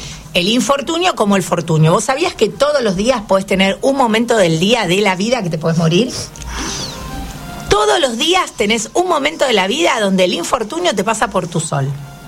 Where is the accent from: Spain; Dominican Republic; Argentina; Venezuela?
Argentina